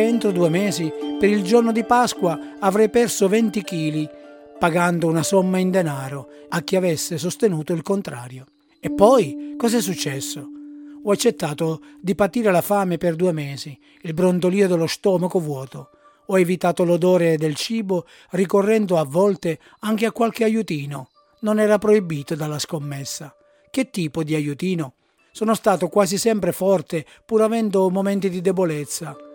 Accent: San Cataldo, Sicily, Italy; ripenso alla tradizione del mio paese, San Cataldo, quando Livari e Variceddi sfilano in processione durante la Settimana Santa

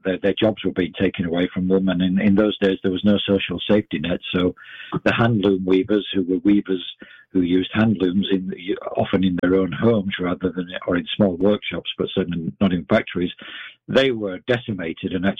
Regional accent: Leeds, Yorkshire and the Humber, United Kingdom; I mean, as I said, I grew up in Leeds in Northern England, where the Luddites did attack some factories.

